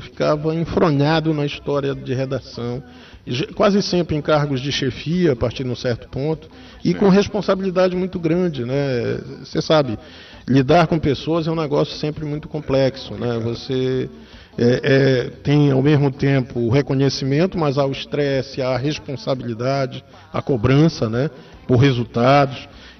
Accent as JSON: {"language": "Portuguese", "region": "Bahia", "country": "Brazil", "tie": "born or raised there", "said": "Cachado, quando eu era garoto lá em Bahia, eu ficava ouvindo a Rádio Clube."}